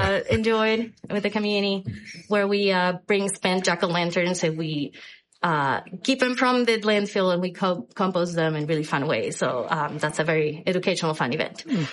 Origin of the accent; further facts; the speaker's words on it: Peru; moved away as an adult; now in United States; I'm originally from Peru. On December 2005, I came with an exchange program to work at Loveland ski area.